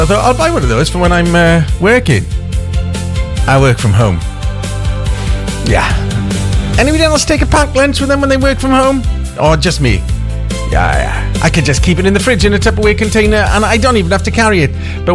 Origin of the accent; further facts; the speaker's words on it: Wales, United Kingdom; my hometown, Radio Pembrokeshire